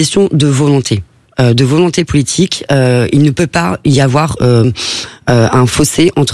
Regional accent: Paris, Île-de-France, France; moi je suis parisienne justement.

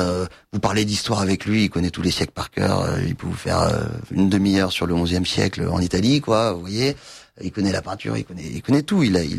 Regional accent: Louveciennes, Île-de-France, France; J'ai grandi donc à Louveciennes, en banlieue parisienne, et nous étions au collège à Saint-Cloud, au collège Saint-Joseph.

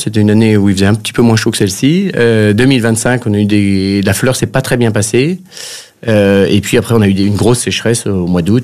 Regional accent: Mercurey, Bourgogne-Franche-Comté, France; je viens de Mercurey, je suis originaire de Mercurey.

